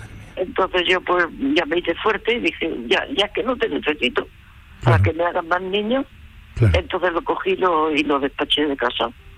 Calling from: Andalusia, Spain; soy andaluza, pero yo no tenía estudios ni nada.

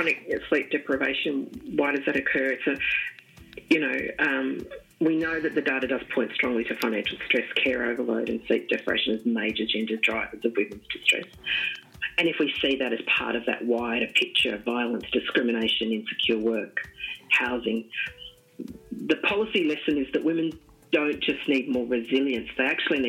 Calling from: Melbourne, Victoria, Australia; I'm calling in from Melbourne. We're a regional women's health service in Victoria.

